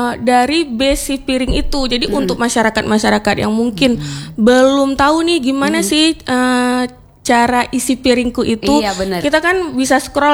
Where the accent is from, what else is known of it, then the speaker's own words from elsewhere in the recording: Aceh, Indonesia; kita orang Aceh